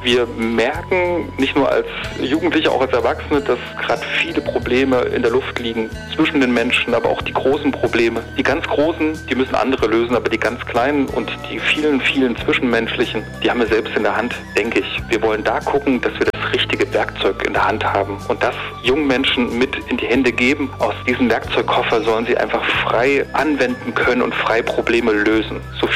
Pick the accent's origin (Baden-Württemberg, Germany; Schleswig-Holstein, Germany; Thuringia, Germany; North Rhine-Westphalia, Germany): Thuringia, Germany; Rudolstadt; moved away as an adult; now in Bautzen, Germany; Ich selbst bin groß geworden in Rudolstadt, Theaterspielladen zusammen mit dem Thüringer Theater in Rudolstadt und habe dort Sachen gelernt, die mir bis heute eben jetzt hier in Bautzen im Leben helfen